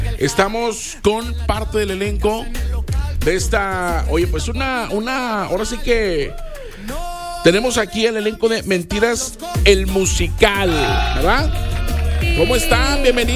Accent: Monterrey, Nuevo León, Mexico

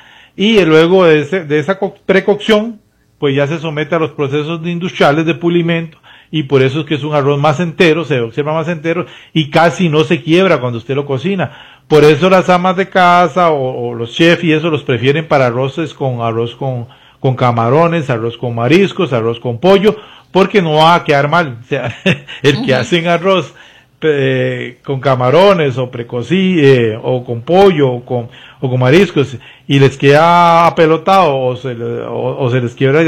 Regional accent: Costa Rica; los ticos somos a nivel de Centroamérica

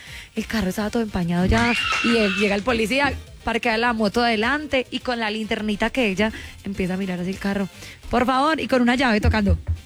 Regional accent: Entre Ríos, Argentina; Yo también soy de pueblo, yo soy de Entre Ríos.

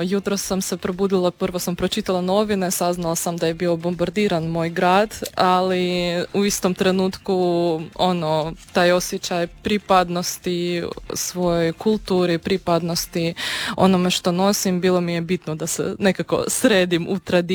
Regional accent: Odesa, Odesa Oblast, Ukraine; born or raised there; Croatian is a second language; moved away as an adult; now in Pula, Croatia

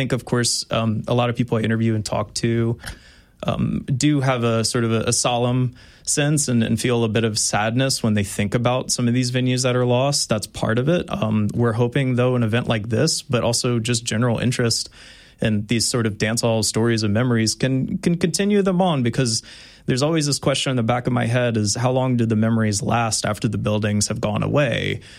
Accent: Lafayette, Louisiana, United States; also born or lived in Baton Rouge; So born and raised in Lafayette, Louisiana, just one of the neighborhoods just south of the mall, Mall of Louisiana down, or not Mall of Louisiana, Mall of Acadiana, right? Sorry. I lived in Baton Rouge for some time

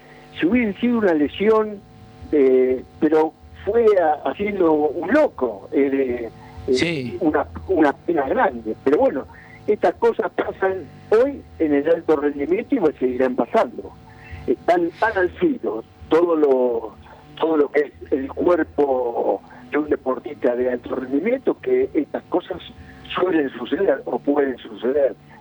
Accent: Argentina; los argentinos, que somos casi todos de Boca

